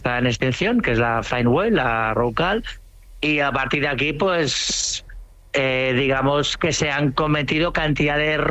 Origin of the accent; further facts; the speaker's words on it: Cambrils, Catalonia, Spain; cuando llego a casa, a mi pueblo, a Cambrils, cuando llevo un 12 días, empecé a encontrarme mal. Tengo la suerte de que la verdad tengo amigos de toda la vida en mi pueblo